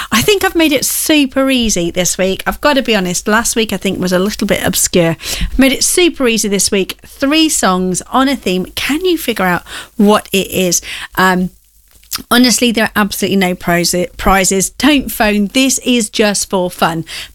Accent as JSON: {"language": "English", "town": "Ashby-de-la-Zouch", "region": "East Midlands", "country": "United Kingdom", "tie": "born or raised there", "said": "here in my hometown in Ashby"}